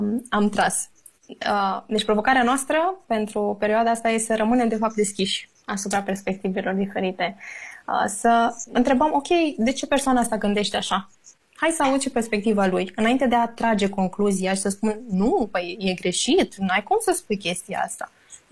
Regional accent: Romania

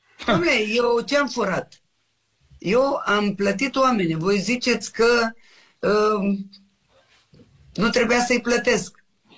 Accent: Romania; noi ca români

